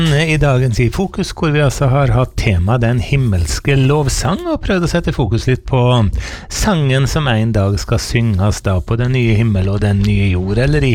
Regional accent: Møre og Romsdal, Norway; now in Sunnmøre, Norway; på Nordmøre der jeg vokste opp

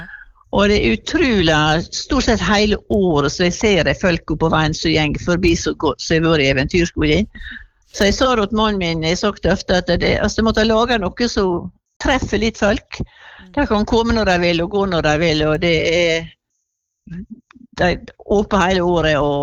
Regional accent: Netherlands; now in Norway; da er jeg fra Nederland.

